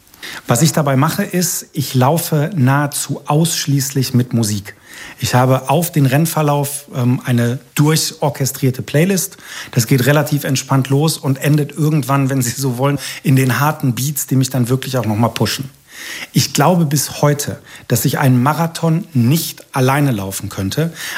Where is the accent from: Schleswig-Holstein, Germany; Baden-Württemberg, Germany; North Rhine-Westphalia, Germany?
North Rhine-Westphalia, Germany; Düsseldorf; der dritte in meiner Heimatstadt Düsseldorf.